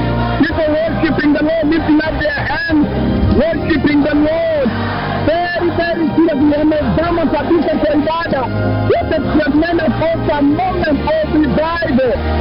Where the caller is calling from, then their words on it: Kariobangi, Nairobi, Kenya; I'm calling you from Kariobangi.